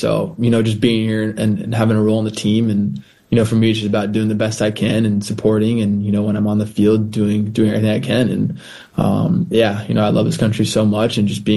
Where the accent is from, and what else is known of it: United States